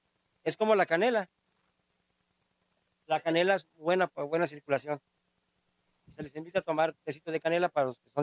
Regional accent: Zozocolco, Veracruz, Mexico; allá en mi pueblo, en Sosocolco

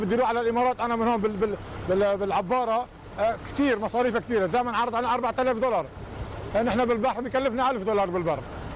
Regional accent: Lebanon; نحن كلبنانيين لا، نحن صراحه ما في ما جينا خط تجاري، نحن جينا بالمساعدات.

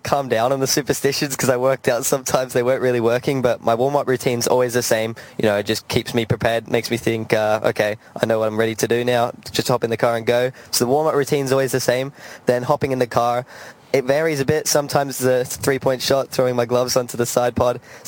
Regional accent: Gold Coast, Queensland, Australia; I'm from Gold Coast, Australia.

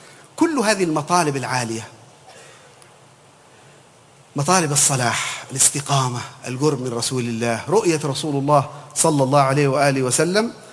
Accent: Hadhramaut, Yemen; هنا عندنا في حضرموت يسموه اللخم.

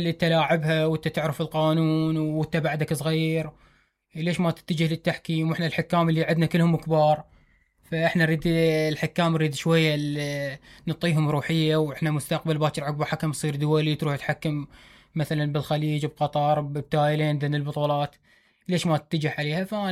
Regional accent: Iraq; عندنا بالبصرة نادي مثلا، وببغداد نادي، وبالفرات الأوسط 4 أندية

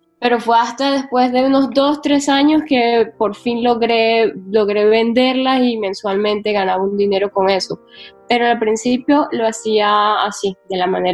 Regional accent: Caribbean Region, Colombia; born there; yo vengo de Colombia, yo nací en Colombia, nací en el Caribe colombiano y pues es una zona que una mujer estando sola, recorriendo el mundo sola, no es muy común, para nada común.

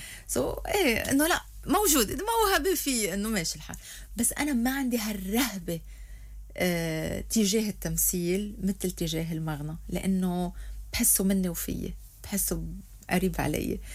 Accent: Lebanon; انا لبنانيه

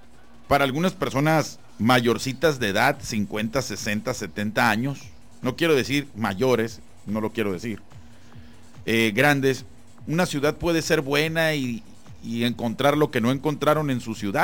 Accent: Mexico; nos hace falta también a nosotros como mexicanos conocer un poquito más.

